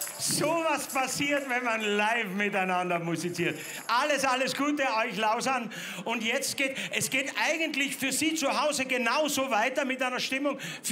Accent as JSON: {"language": "German", "region": "Vienna", "country": "Austria", "said": "ich bin ein Wiener."}